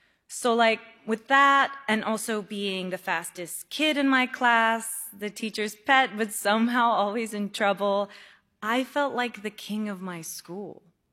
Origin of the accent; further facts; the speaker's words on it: India; now in New York, United States; I was definitely an immigrant to New York. I'm not sure if I'm at the place where I can identify as a New Yorker. When I'm in other countries, if people ask me where I'm from, in certain times and places, I might say India.